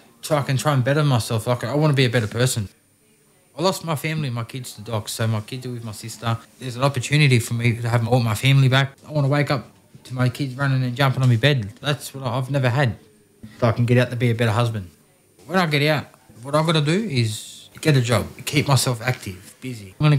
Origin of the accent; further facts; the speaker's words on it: Penrith, New South Wales, Australia; So I grew up in Penrith, Western Suburbs, so Sydney, 2000. I moved to Mount Druitt.